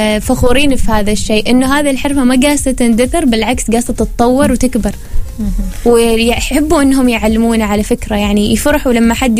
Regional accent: Oman; نحن عندنا في مسقط

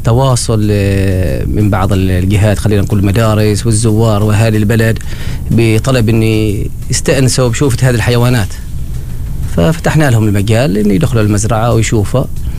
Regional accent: Bahla, Ad Dakhiliyah, Oman; القاطنين على هذا البلد يتعامل مع الحيوانات سواء من خلال مزارعهم وغيره، فإحنا ترعرعنا في بيئة مليئة بالحيوانات وجو المزارع، وبدأت النشأة مع الحيوانات المستأنسة تتربى في المنازل والمزارع.

